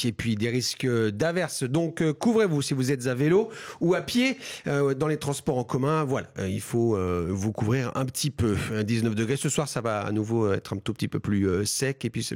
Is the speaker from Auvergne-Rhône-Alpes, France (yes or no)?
yes; Lyon, Auvergne-Rhône-Alpes, France; now in Brussels, Belgium; C'est ma ville natale, Lyon.